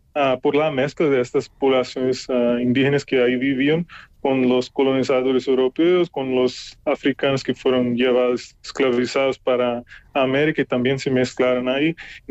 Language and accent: Spanish; Brazil; Spanish is a second language